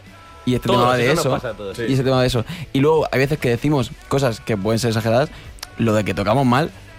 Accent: Murcia, Region of Murcia, Spain; somos gente normal de Murcia.

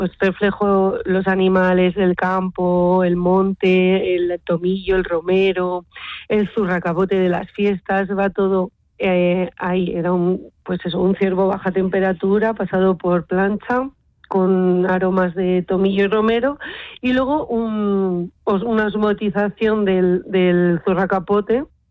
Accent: La Rioja, Spain; Bueno, pues el menú estaba inspirado en mi tierra, La Rioja

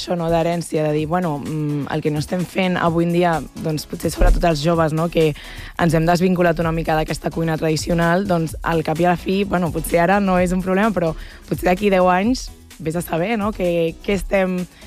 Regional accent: Catalonia, Spain

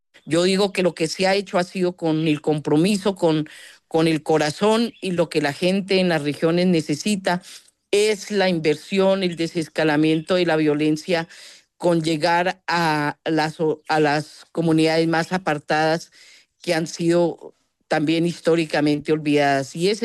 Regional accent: Colombia; todos somos colombianos y colombianas

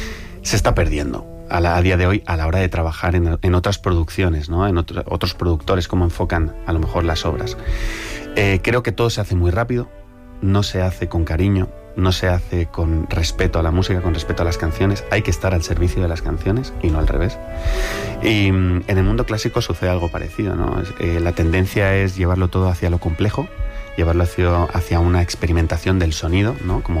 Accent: Italy; que me voy hacia el italiano, porque también soy italiano.

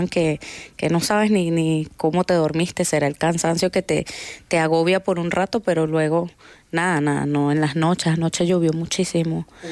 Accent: La Guaira, Venezuela; born or raised there

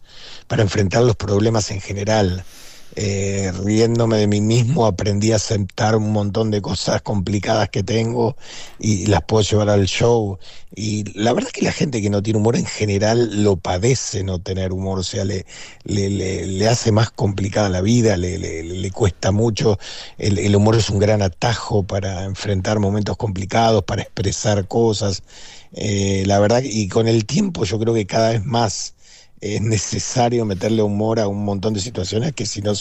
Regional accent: Argentina; A mí lo que más me preocupa como argentino es el tema de que la gente pueda tener trabajo

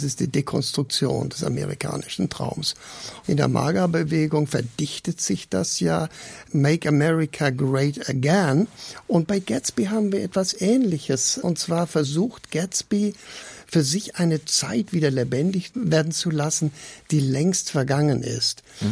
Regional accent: Southern Germany, Germany; Ich bin in Süddeutschland groß geworden.

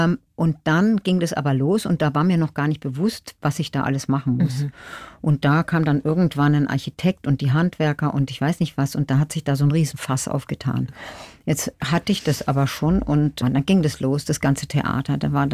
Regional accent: Munich, Bavaria, Germany; moved away as an adult; now in Lake Bracciano, Italy; wir Münchner sind ja im Grunde die Vorstadt-Italiener

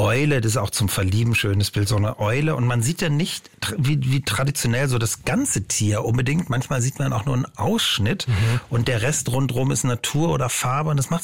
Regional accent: Cuxhaven, Lower Saxony, Germany; Helgoland, ganz nah an Cuxhaven, wo ich herkomme.

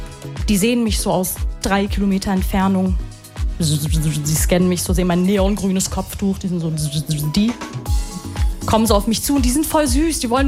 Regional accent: Lebanon; Ich so, ja, Tante, ich bin Libanesin.

